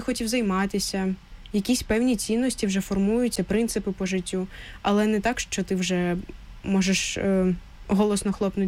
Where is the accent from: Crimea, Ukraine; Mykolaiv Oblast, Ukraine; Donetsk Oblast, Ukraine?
Donetsk Oblast, Ukraine; Sloviansk; Слов'янськ. Я зі Слов'янська, так.